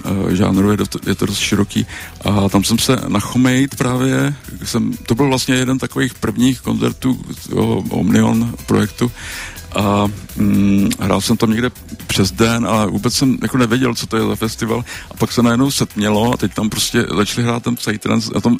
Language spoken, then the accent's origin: Czech; Plzeň, Plzeň Region, Czechia; Já jsem totiž z Plzně a tam je ta kultura převážně teda Big Beatová a pivní